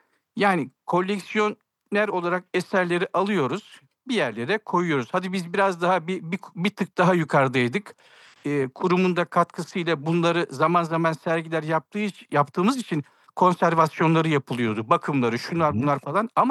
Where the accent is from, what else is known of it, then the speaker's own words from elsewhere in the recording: Posof, Ardahan Province, Turkey; Çünkü biz o vakitler biz Posofluyuz. İşte Gürcistan sınırındayız.